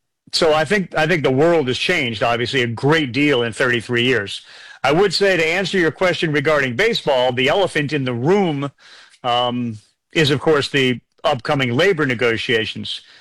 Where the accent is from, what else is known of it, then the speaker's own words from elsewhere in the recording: New England, United States; now in Connecticut, United States; I grew up in New England, and I was a Patriots fan